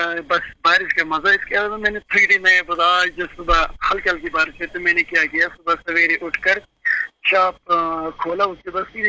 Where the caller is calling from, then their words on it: Jammu and Kashmir, India; जी मैं सेंट्रल कश्मीर से बात कर रहा हूँ, जिला बड़गाम में हमारा गांव पड़ता है।